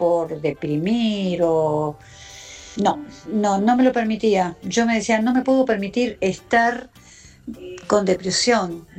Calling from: Villa Bosch, Buenos Aires Province, Argentina

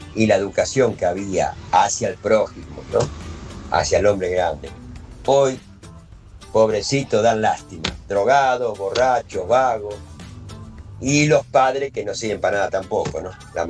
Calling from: Isidro Casanova, Buenos Aires Province, Argentina; Remisero de Casanova

